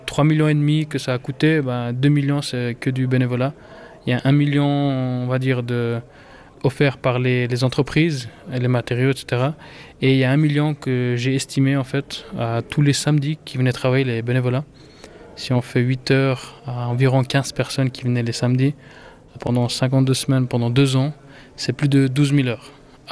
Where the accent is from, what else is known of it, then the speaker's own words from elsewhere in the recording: Fribourg, Switzerland; also born or lived in Lausanne; Non, je suis né ici en Suisse. Je peux même dire le numéro de la chambre d'hôpital, 365, je me rappellerai. Et j'ai fait les études ici à Fribourg